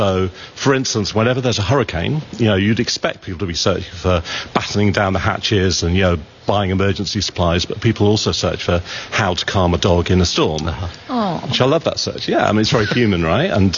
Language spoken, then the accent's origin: English; England, United Kingdom; I grew up in England, did not grow up with proms